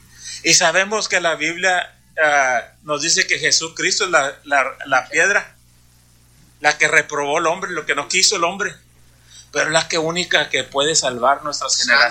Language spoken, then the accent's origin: Spanish; Brownsville, Texas, United States; yo vengo de Brownsville, Texas. Brownsville, Texas es una ciudad que está un río, y al cruzar el río es Matamoros, ya es México eso.